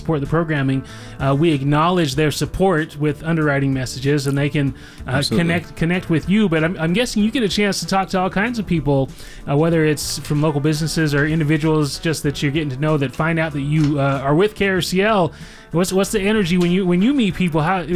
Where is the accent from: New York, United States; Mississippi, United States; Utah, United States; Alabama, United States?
Utah, United States; early 90s as a teenager growing up in Utah